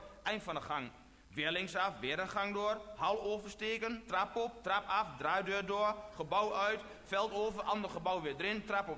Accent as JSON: {"language": "Dutch", "country": "Netherlands", "said": "Nee, ik ben wel een bekende Nederlander. Jawel. Ik zal u nog een voorbeeld geven hoe bekend ik ben als Nederlander."}